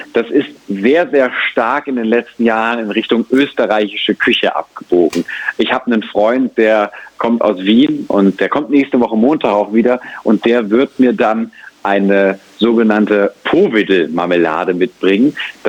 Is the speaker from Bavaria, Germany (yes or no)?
no; Eschwege, Hesse, Germany; auch in meiner Heimatstadt in Eschwege.